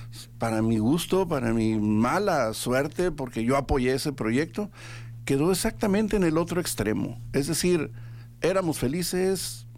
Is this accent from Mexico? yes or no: yes; Mexico; Tú, igual que yo, no, igual que cualquier otro mexicano.